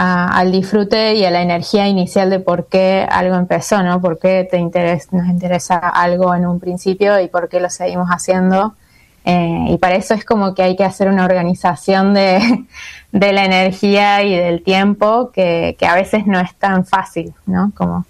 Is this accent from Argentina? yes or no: yes; Córdoba, Argentina; Yo soy de Córdoba, que es en el centro del país. Es una zona sin mar y con muchas montañas, rodeado de montañas.